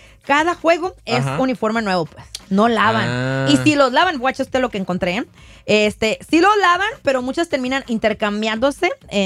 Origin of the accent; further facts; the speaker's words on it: Mexico; es que yo todo lo saco en metros, pues soy mexicana, pues unos 73 metros